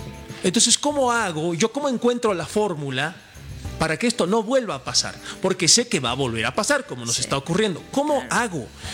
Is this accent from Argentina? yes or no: no; Bolivia